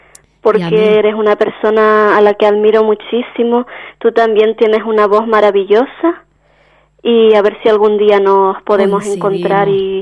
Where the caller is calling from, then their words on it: Vega de San Mateo, Canary Islands, Spain; soy de San Mateo, del barrio de Ariñez.